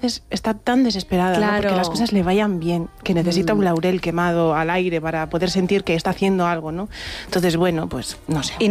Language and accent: Spanish; Galicia, Spain; pero también soy gallega, ¿no?